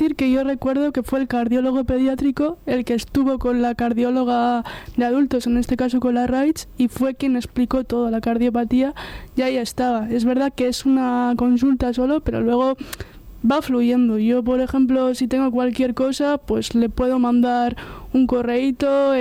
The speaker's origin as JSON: {"language": "Spanish", "region": "Basque Country", "country": "Spain", "said": "Me hicieron primeras intervenciones en Madrid y luego ya, pues, como soy el País Vasco, pues me llevan en cruces."}